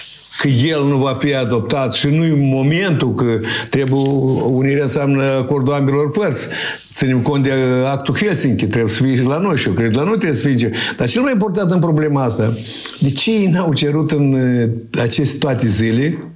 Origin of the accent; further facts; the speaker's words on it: Moldova; noi suntem români moldoveni, că noi am făcut parte din Principatul Moldova